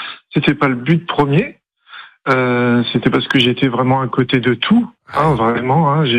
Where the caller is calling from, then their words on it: Dunkirk, Hauts-de-France, France; depuis que je vis à Dunkerque